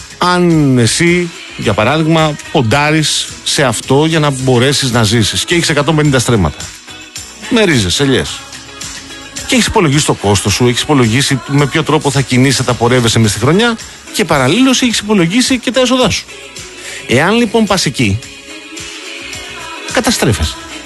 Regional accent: Peloponnese, Greece; κατάγομαι από την Νότια Πελοπόννησο

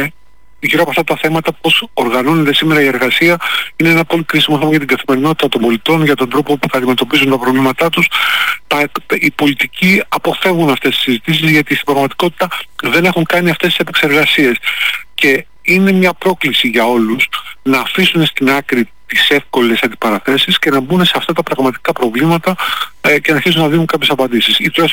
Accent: Greece; αν σε όλη αυτή τη μεγάλη αλλαγή εμείς ως Έλληνες, ως Ελλάδα, έχουμε ένα ρόλο

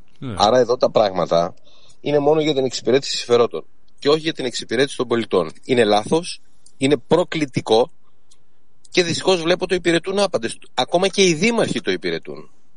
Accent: Karystos, Central Greece, Greece; επειδή είμαι από την Νότιο Εύβοια, έλκω την καταγωγή από την Κάριστο, όπως ξέρετε

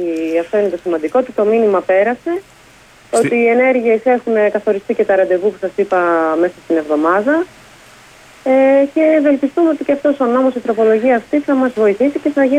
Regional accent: Greece; εμείς ως Έλληνες

